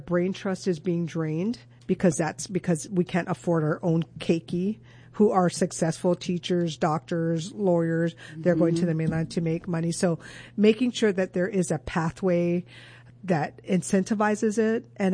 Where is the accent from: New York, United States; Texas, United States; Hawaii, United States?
Hawaii, United States; Mililani; I don't know that would be a conversation that would happen in my hometown of Mililani or on my island.